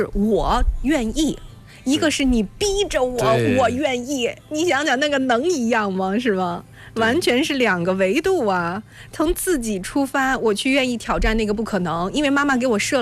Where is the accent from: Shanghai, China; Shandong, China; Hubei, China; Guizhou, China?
Shandong, China; 所以决定把它来搬回我们的家乡，来山东继续来开展。